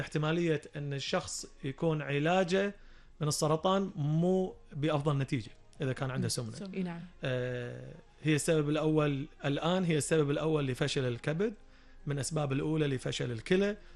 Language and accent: Arabic; Kuwait; عندنا بالكويت